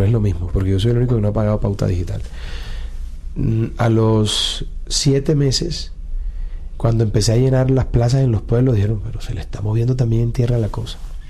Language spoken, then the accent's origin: Spanish; Montería, Córdoba, Colombia; Porque yo nací aquí. Porque soy un tipo supremamente caribe. Porque me hice en Colombia. Mis amores, mi afecto, mi historia está aquí. Y soy más colombiano que cualquier otra cosa.